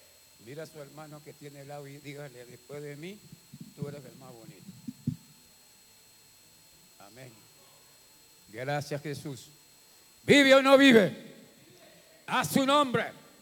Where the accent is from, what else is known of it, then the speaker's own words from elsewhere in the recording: La Chorrera, Panamá Oeste, Panama; Soy de un campo de Chorrera. Mi papá, mi abuelo era descendencia francesa y mi abuela era italiana.